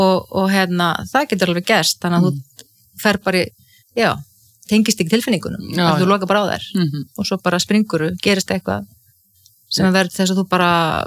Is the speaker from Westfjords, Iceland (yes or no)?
yes; Ísafjörður, Westfjords, Iceland; já, ég óttaðist sjóin sem kannski líka tengist því að ég alveg upp á Ísafirði þar sem voru tíu sjóslis og menn drukknuðu